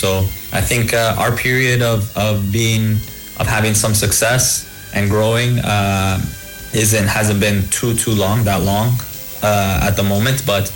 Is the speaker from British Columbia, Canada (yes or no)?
no; Toronto, Ontario, Canada; to be able to say that playing for my city, my hometown city, is it's something